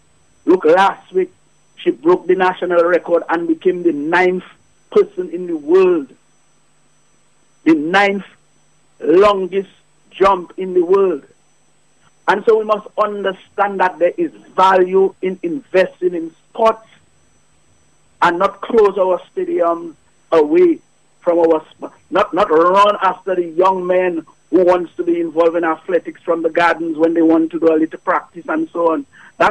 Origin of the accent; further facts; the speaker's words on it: Roseau, Saint George, Dominica; Growing up in Roseau, all through the 80s, 90s